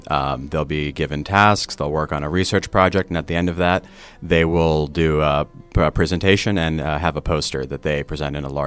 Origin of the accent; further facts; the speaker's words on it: Philadelphia, Pennsylvania, United States; now in Pittsburgh, United States; Originally, I'm from Philadelphia, but I went to University of Pittsburgh and then moved back to the city and have been here ever since.